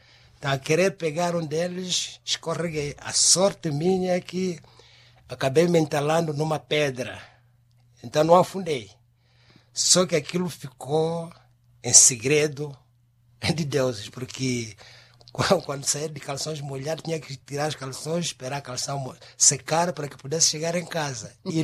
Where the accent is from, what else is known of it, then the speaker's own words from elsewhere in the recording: Cuamba, Niassa, Mozambique; A minha infância. Bom, a minha infância foi mais vivida em Kwamba. Por isso que até muita gente pensa que nós somos naturais de Kwamba.